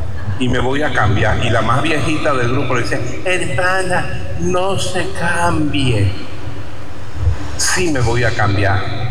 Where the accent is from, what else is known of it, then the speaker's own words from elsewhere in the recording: Eastern Venezuela, Venezuela; nuestro país, nuestro oriente venezolano?